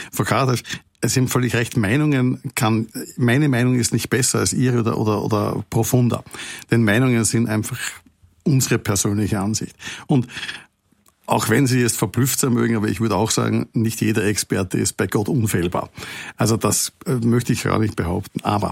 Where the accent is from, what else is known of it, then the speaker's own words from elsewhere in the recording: Austria; Und ich komme aus einem neutralen Land, wie Sie meiner Stimme hören. Ich bin Österreicher.